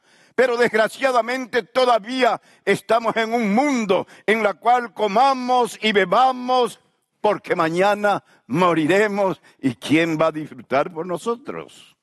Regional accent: Santa Ana del Yacuma, Beni, Bolivia; moved away; also born or lived in Germany; Cuando ellos llegaron a mi pueblo, Santana y Yacuma

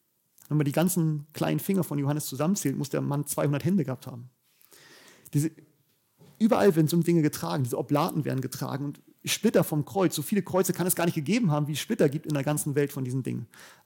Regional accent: Bavaria, Germany; In dem Dorf, wo ich gerade wohne, ich komme aus Bayern

